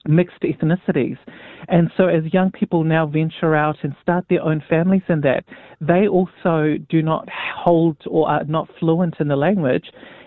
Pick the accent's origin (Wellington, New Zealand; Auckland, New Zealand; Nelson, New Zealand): Auckland, New Zealand; North Shore; born there; I think for many Pacific people who are born here in New Zealand, like myself, I was born in the North Shore